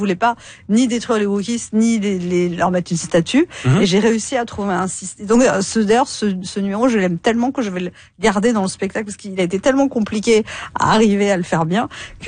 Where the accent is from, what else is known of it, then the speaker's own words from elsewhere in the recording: France; Je dis, bah oui, je suis française.